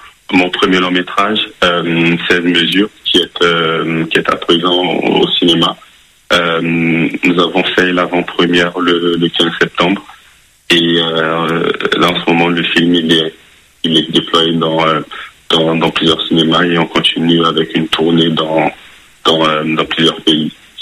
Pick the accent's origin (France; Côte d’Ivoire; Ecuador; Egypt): Côte d’Ivoire; moved away; moi je viens de Côte d'Ivoire. Moi, j'ai grandi dans une ville où il n'y avait pas de cinéma.